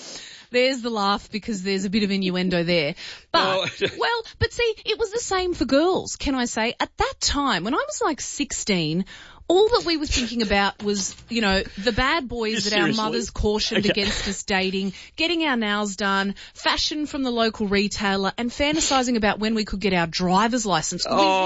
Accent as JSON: {"language": "English", "town": "Canberra", "region": "Australian Capital Territory", "country": "Australia", "tie": "born or raised there", "said": "was born and raised in Canberra"}